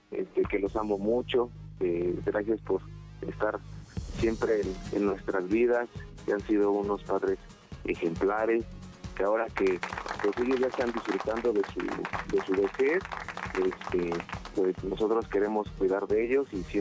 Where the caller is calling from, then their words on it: Nicolás Romero, State of Mexico, Mexico; Estamos aquí en Nicolás Romero.